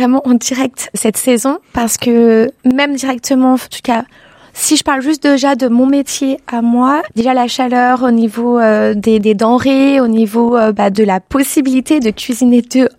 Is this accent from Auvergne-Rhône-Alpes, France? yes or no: yes; Annecy, Auvergne-Rhône-Alpes, France; La première chose, c'est aussi une rencontre avec un chef étoilé à Annecy, puisque moi je viens d'Annecy